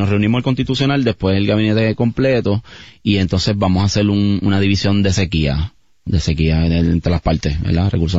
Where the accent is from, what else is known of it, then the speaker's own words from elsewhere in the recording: Caguas, Puerto Rico; yo vengo del campo y mis abuelos, mi familia de San Salvador y Borinquen, en Cagua